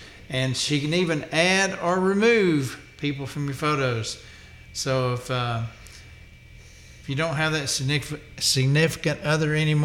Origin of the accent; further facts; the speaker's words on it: Boaz, Alabama, United States; And I went to junior college, Snead State Junior College, there in Boaz, Alabama. My hometown, and that's a nice little college there. Boaz, a nice little place.